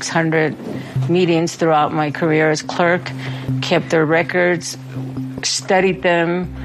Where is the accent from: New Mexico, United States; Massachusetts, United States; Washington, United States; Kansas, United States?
New Mexico, United States; Estancia; Estancia is my hometown. Lots and lots of friends, lots and lots of relatives. It's my village.